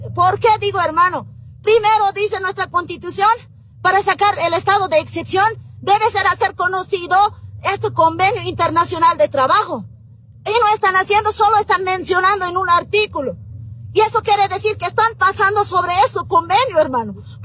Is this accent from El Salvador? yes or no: no; Bolivia; nosotros somos dueños, propietarios de Estado Plurinacional de Bolivia.